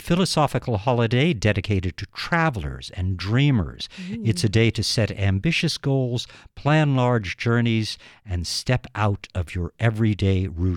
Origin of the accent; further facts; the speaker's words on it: East, United States; now in Colorado, United States; I'm from the East, and I went to college on Lake Ontario